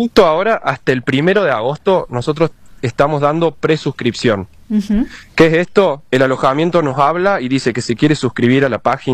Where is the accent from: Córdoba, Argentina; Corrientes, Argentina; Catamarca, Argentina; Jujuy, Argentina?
Córdoba, Argentina; Santa Rosa de Calamuchita; Por ejemplo, nosotros somos de Santa Rosa, tenemos cabañas acá